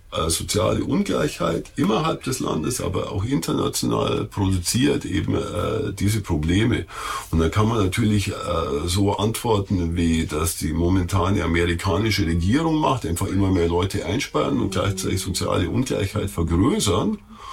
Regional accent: Germany; ja, woher seid ihr und so, ja, aus Deutschland und so.

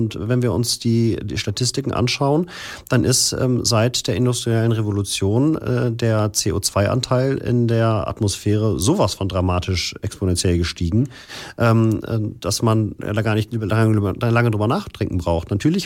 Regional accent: Cologne, North Rhine-Westphalia, Germany; Einmal für die Anspielung auf meine Heimatstadt oder meine Geburtsstadt.

